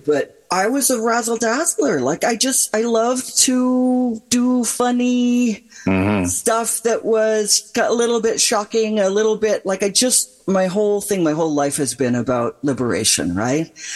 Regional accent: Canada; "Look, we're from Canada, howdy everybody!"

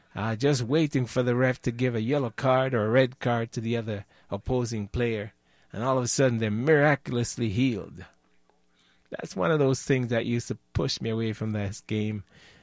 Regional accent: Hanover, Jamaica; now in Vancouver, Canada; We come from Hanover Town. Yes, West End, man. West End. Right there before you go to Green Island.

